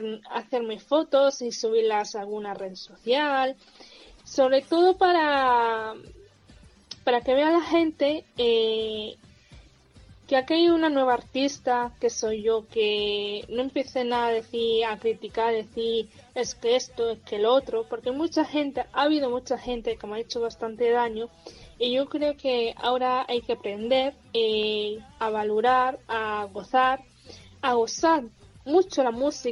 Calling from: Almería, Andalusia, Spain; tengo 23 años de edad, soy cantante de Almería

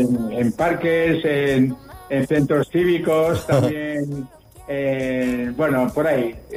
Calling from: Santa Coloma de Gramenet, Catalonia, Spain; Soy de Santa Coloma de Gamanet … del barrio de Santa Rosa

